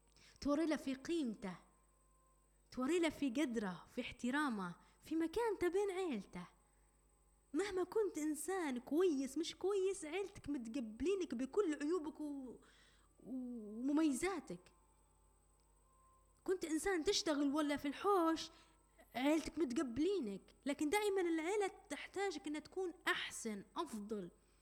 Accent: Libya; accent: Libyan; طاسة شاي بلهجتنا

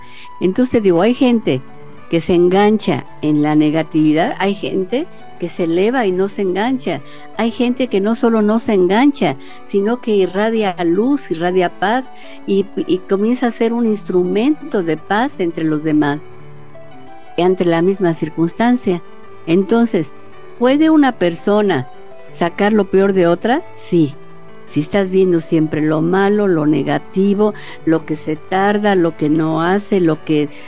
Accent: Mexico; somos mexicanos

